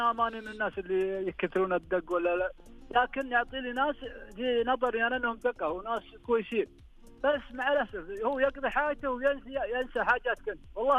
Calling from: Ranyah, Makkah Province, Saudi Arabia; من الرانية يا حبيبي.

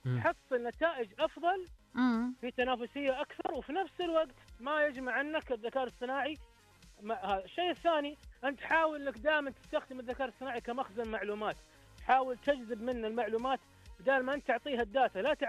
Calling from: Jeddah, Makkah Province, Saudi Arabia

